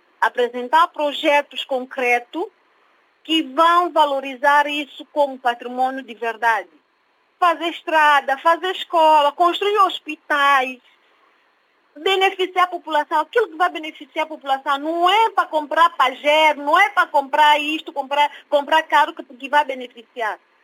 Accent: São Tomé & Príncipe; now in Portugal; a Agostinho Neto, que é uma roça que eu conheço, onde eu cresci, onde eu vivi.

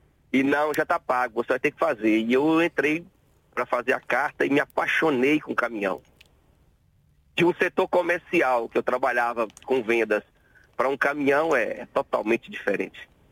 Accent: Teófilo Otoni, Minas Gerais, Brazil; Bem pertinho de BH. Eu sou de uma cidade chamada Teófilo Otônio.

